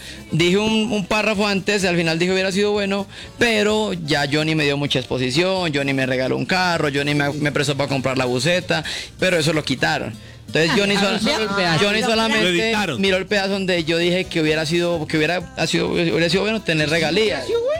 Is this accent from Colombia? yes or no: yes; El Tambo, Cauca, Colombia; also born or lived in Nariño; soy nacido en Nariño, pero me crié en el Cauca, en el Tambo Cauca.